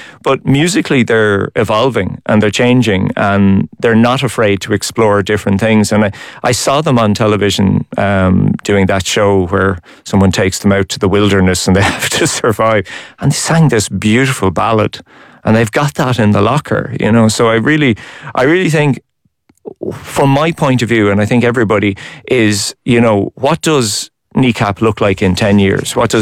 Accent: Belfast, Northern Ireland, United Kingdom; I'm in a tracksuit. I'm from Belfast. I speak about the Troubles.

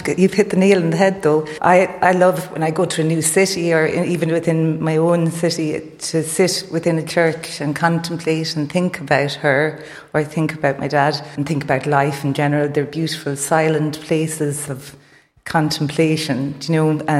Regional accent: Bennetsbridge, Leinster, Ireland; and also that I grew up in Bennetsbridge, but near Kilkenny, and my parents were here as well.

